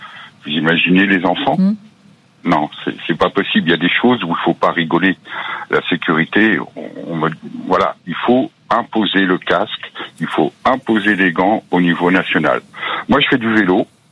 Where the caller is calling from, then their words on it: Ribécourt, Hauts-de-France, France; Ah bah là, je suis au travail, j'appelle de Paris. Sinon, je suis à Ribécourt, dans l'Oise.